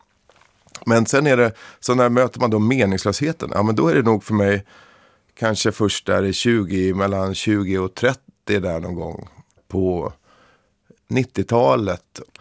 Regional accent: Stockholm County, Sweden; accent: between Solna and Upplands Väsby

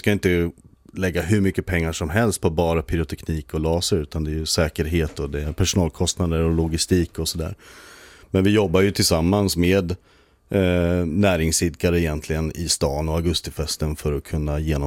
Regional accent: Norrköping, Östergötland, Sweden; ta min erfarenhet till min hemstad

